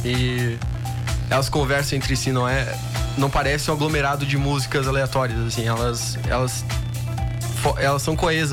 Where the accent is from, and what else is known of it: Santa Catarina, Brazil